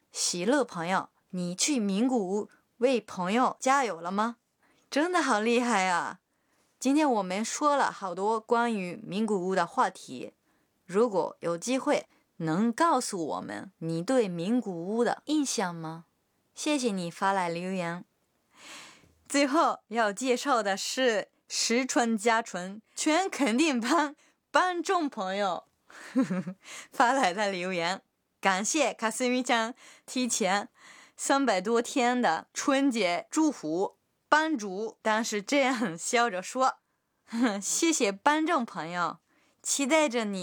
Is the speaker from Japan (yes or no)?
yes; Japan; Chinese is a second language; 我作为一个日本人会感到特别开心的。